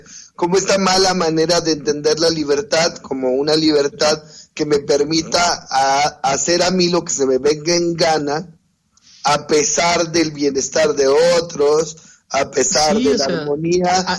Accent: Mexico; nosotros somos mexicanos

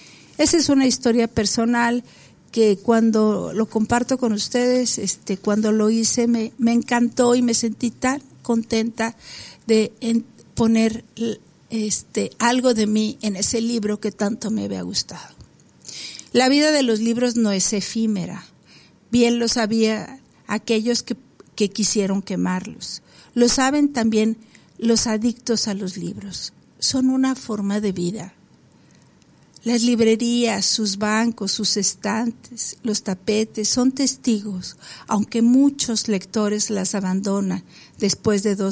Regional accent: Mexico; ¿quiénes somos los mexicanos?

